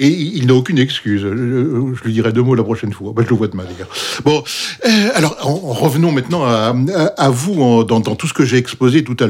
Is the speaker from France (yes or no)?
yes; Lille, Hauts-de-France, France; Le Nord, qui est ma région d'origine, où je suis né à Lille.